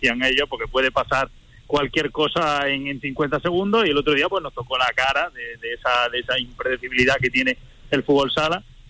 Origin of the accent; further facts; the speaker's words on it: Granada, Andalusia, Spain; Yo soy de Granada, yo soy granadino.